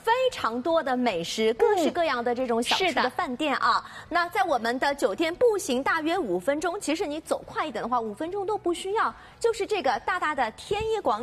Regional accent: Shanghai, China; 阿拉上海人啊都有宁波情节，比如说我的外婆她就是宁波人

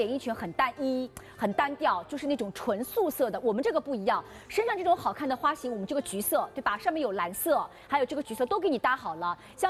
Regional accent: Shanghai, China

